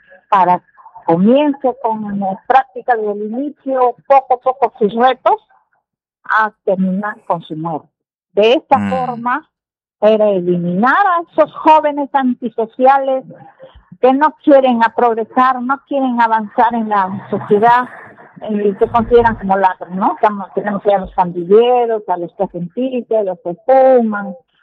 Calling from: Peru

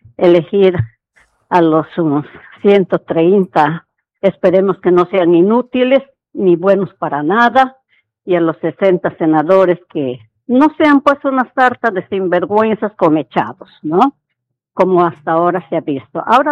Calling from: Peru

